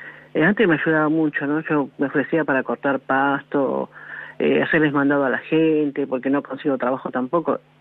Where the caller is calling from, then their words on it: Villa Rosa, Buenos Aires Province, Argentina; Yo acá de Villa Rosa soy.